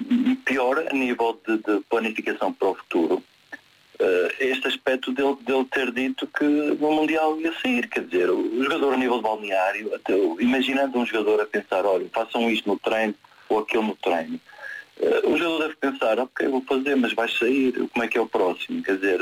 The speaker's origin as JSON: {"language": "Portuguese", "region": "Madeira", "country": "Portugal", "tie": "born there", "lives_now": "Porto, Portugal", "said": "também nasci na Madeira, embora esteja cá no Porto."}